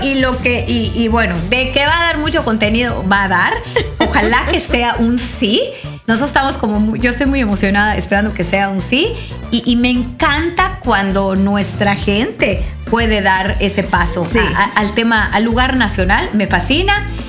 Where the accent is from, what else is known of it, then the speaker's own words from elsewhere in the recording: Yucatán, Mexico; los yucatecos vamos, digo, vamos, pues somos yucatecas